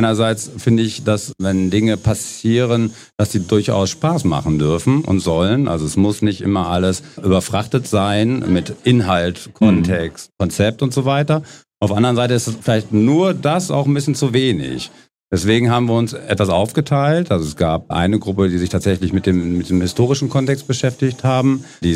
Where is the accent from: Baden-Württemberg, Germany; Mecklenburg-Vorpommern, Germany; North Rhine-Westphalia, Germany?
North Rhine-Westphalia, Germany; Münster; Also ich bin tatsächlich gebürtiger Gremmendorfer.